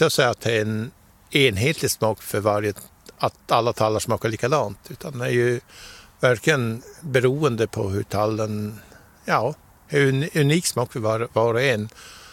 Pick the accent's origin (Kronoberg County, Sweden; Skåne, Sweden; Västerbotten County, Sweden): Västerbotten County, Sweden; Tärna; som barn hemma i Tärna